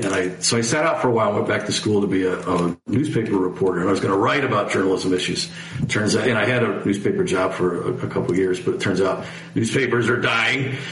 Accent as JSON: {"language": "English", "town": "Bartlett", "region": "Illinois", "country": "United States", "tie": "born or raised there", "lives_now": "Chicago, United States", "said": "Bartlett. And I went to school district U46, K through 12. So it's public schools out there. And so now I live on the south side in Beverly in Chicago. And, you know, it's pretty far from Bartlett where I grew up."}